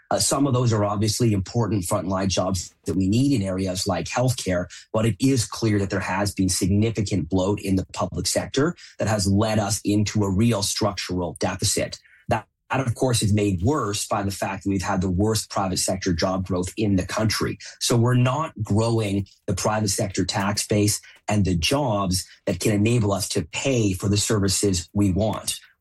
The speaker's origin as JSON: {"language": "English", "town": "Kelowna", "region": "British Columbia", "country": "Canada", "said": "Yeah, I'm from Kelowna, so the wildfire picture certainly makes sense to me as a significant cost."}